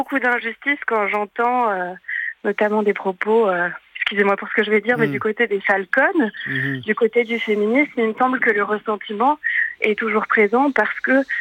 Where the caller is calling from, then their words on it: Auvergne-Rhône-Alpes, France; Je vous appelle de la Drôme.